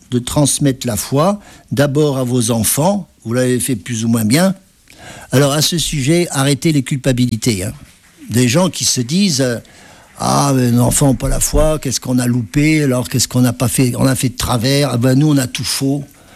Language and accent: French; Auvergne-Rhône-Alpes, France; parce qu'on est originaire de l'Auvergne, alors ça, c'est sacré dans notre famille.